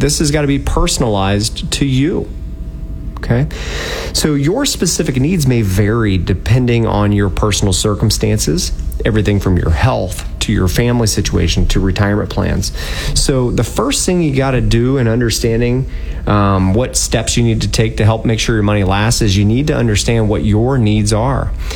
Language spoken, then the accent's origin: English; Dayton, Ohio, United States; I think is just so cool that we're actually from Dayton.